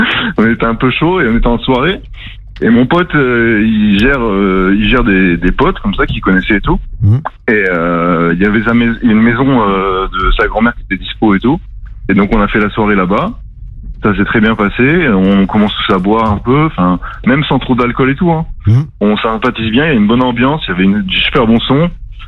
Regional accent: Périgueux, Nouvelle-Aquitaine, France; now in Lyon, France; je viens de Périgueux à la base.

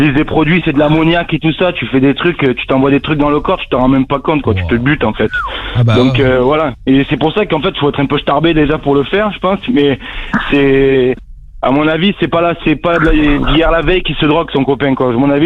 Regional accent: Provence-Alpes-Côte d'Azur, France; Moi, je suis du Vaucluse, mais en fait, il fallait que je coupe tout, quoi.

